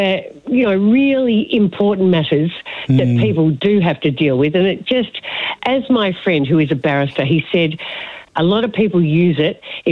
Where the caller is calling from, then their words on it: Mount Eliza, Victoria, Australia; Mount Eliza